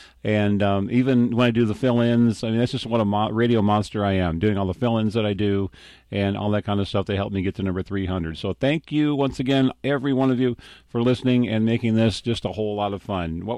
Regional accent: Michigan, United States; also born or lived in Minneapolis; my home state of Michigan

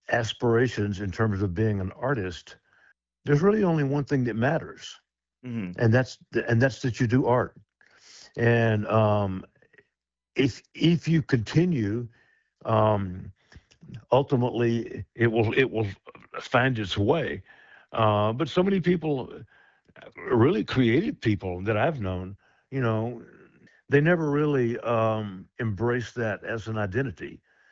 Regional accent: the South, United States; born or raised there

